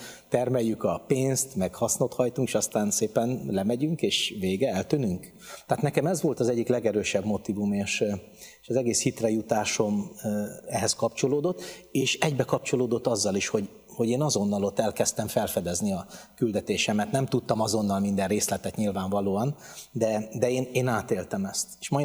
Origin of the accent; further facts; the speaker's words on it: Budakalász, Pest, Hungary; nem messze onnan nőttem fel, Budakalászon